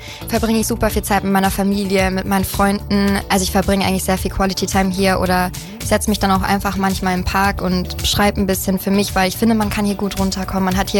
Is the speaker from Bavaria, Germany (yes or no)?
yes; Bayreuth, Bavaria, Germany; moved away as an adult; now in Munich and Paris; Ich bin 20 Jahre alt und ich komme ursprünglich aus Bayreuth. Und aktuell lebe ich zwischen München und Paris